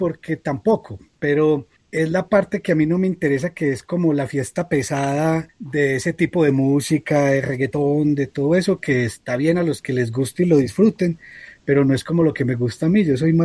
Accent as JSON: {"language": "Spanish", "country": "Colombia", "also_born_or_lived": "Mexico", "moved": "yes", "said": "Yo me fui de Colombia para México, me fui hace 10 años, o sea, en el 2014"}